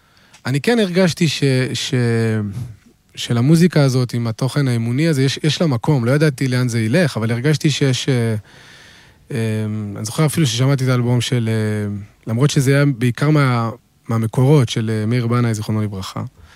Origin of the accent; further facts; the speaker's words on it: Jerusalem, Jerusalem District, Israel; בתור ירושלמי